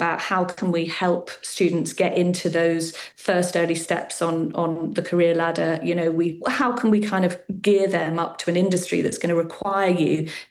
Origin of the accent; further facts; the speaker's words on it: Edinburgh, Scotland, United Kingdom; I was brought up in Edinburgh.